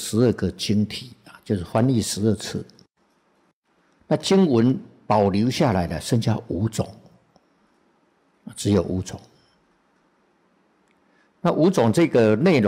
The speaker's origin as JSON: {"language": "Chinese", "country": "China", "said": "翻成中文啊，我们中国人读起来不顺口。"}